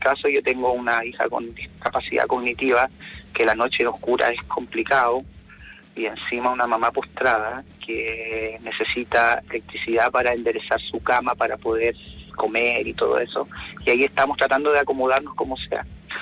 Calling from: Limache, Valparaíso, Chile; Te hablo de Limache Viejo, de las casas que están, las poblaciones que están en la entrada de Limache viniendo desde Villa Alemana hacia el interior.

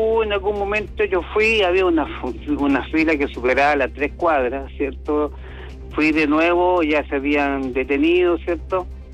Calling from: Coquimbo, Chile; por acá lo llamo desde la región de Coquimbo

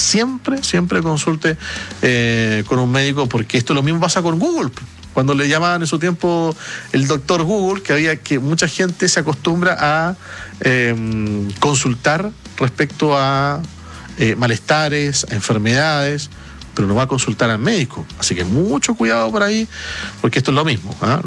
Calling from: La Florida, Santiago Metropolitan Region, Chile; de la Florida.

